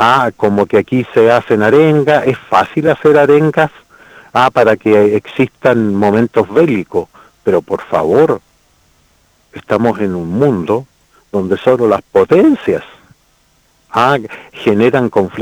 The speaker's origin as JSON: {"language": "Spanish", "region": "Magallanes and Chilean Antarctica", "country": "Chile", "said": "Mire, yo soy magallánico. A mí me tocó estar en la década del 1978 en Magallanes"}